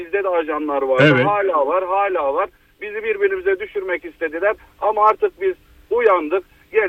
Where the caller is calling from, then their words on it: Antalya, Turkey; Antalya'dan.